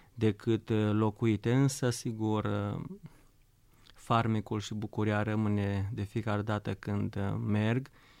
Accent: Solomon, Romania; prima dată teologie am învățat-o în satul meu natal, de la părinții mei, din satul Solomon, comuna Grâbou, județul

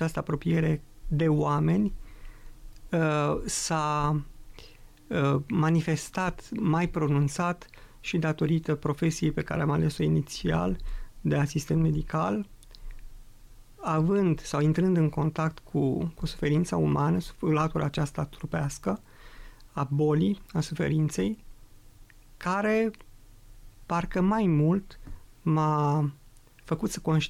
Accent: Câmpina, Prahova, Romania; born there; în urmă cu 44 de ani m-am născut pe meleaguri muntenești, în județul Prahova, în orașul, municipiul Câmpina.

